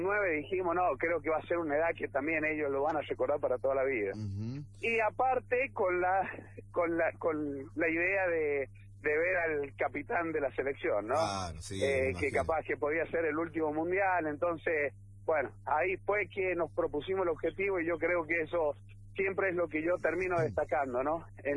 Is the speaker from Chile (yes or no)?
no; San Juan, Argentina; Los únicos que conocemos somos los de San Juan